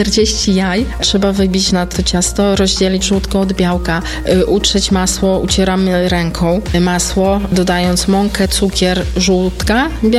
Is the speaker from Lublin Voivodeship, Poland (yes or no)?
yes; Studzianka, Lublin Voivodeship, Poland; mieszkam w Studziance od urodzenia i tutaj jest moje centrum życiowe.